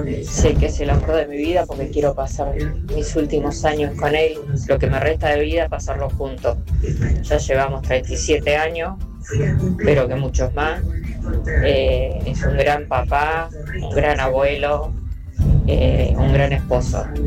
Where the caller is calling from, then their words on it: Libertad, Buenos Aires Province, Argentina; de Libertad Merlo.